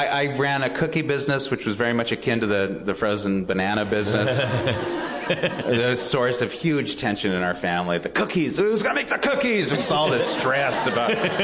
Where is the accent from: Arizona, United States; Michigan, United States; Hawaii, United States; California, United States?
California, United States; I'm from Orange County, and I always thought, boy, that's going to be a limitation.